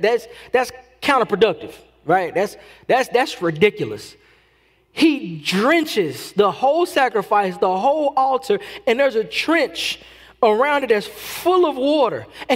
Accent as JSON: {"language": "English", "region": "Texas", "country": "United States", "said": "I'm not as country as some people think I am, coming from Texas and my accent."}